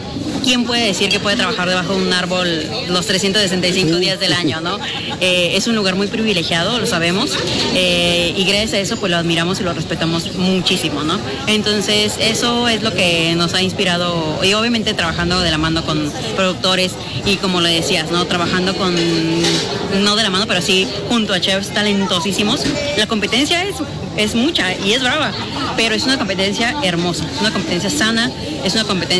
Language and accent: Spanish; Tampico, Tamaulipas, Mexico; moved away as an adult; now in Ensenada, Mexico; Yo soy de Tampico, Tamaulipas. No soy ni de aquí ni de allá. Nací y crié en Tampico. Pero llegué a Ensenada a mis 20 años y ya llevo acá, pues me voy a quemar mi edad. Aproximadamente 11 años.